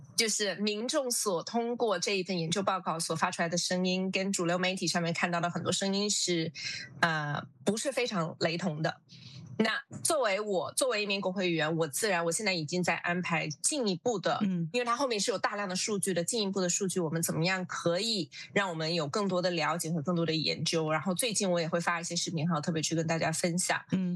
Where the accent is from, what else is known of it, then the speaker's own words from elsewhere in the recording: New Zealand; 我们保护好自己新西兰国家利益和我们新西兰人民的利益